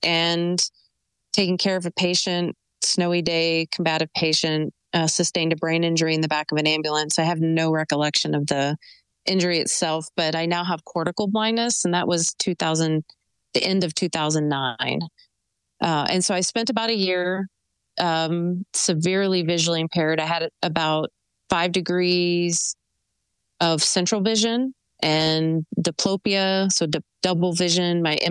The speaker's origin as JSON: {"language": "English", "region": "Texas", "country": "United States", "tie": "born there", "said": "I was born in Texas, joined the Army at 17, worked as a helicopter armament system mechanic for 8 years in the Army."}